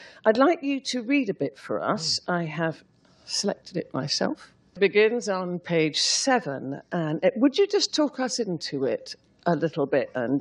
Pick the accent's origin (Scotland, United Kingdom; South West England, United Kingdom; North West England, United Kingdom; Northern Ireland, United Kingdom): Scotland, United Kingdom; Glasgow; born there; We were both born in Glasgow. Why was I born in Glasgow?